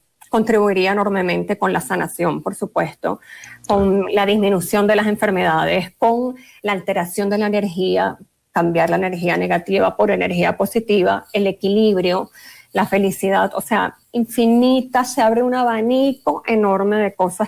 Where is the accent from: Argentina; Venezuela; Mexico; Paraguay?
Venezuela; moved away as an adult; now in Colombia; antes de venir a Colombia, yo soy venezolana, pero ya tengo 16 años viviendo acá.